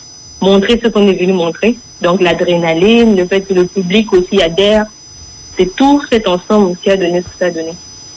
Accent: Gabon; moved away; also born or lived in Togo; je viens du Gabon de base. J'étais d'abord au Gabon avant d'aller au Togo.

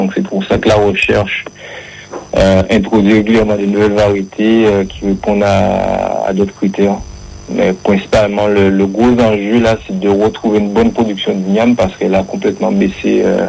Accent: Les Abymes, Guadeloupe; moi, en fait, je suis originaire des Grands Fonds des Abîmes.

